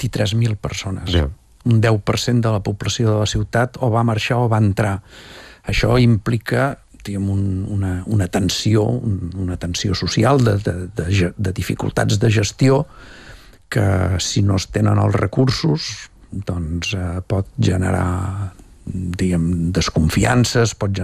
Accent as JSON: {"language": "Catalan", "town": "Terrassa", "region": "Catalonia", "country": "Spain", "said": "es nota que sóc de Terrassa"}